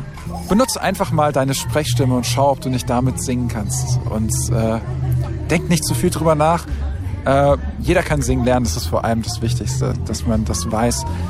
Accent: Ladenburg, Baden-Württemberg, Germany; moved away as an adult; also born or lived in Viernheim, Hesse; now in Offenbach, Germany; ich bin schon seit 2010 im Rhein-Main-Gebiet, aber komme ursprünglich aus der Mannheimer Ecke. Ich bin in Ladenburg und Firnheim aufgewachsen und bin ein guter alter Kurpelser. Ajo, wäscht wie Schmähen.

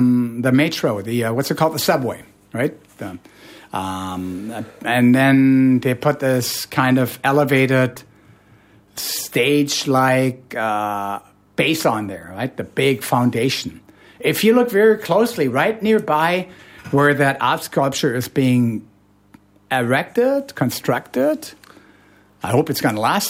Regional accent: Toronto, Ontario, Canada; No, I'm from Toronto, but I know Frankfurt well.

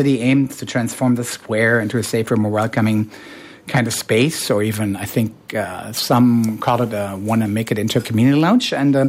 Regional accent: Toronto, Ontario, Canada; now in Germany; No, I'm from Toronto, but I know Frankfurt well.

